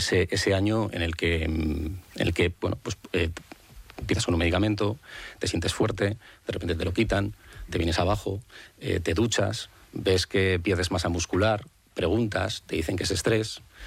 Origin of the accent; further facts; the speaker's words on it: Spain; Yo, evidentemente, espero el tiempo prudencial, como cualquier español, de cuando me vaya a tocar y poder hacerme la intervención.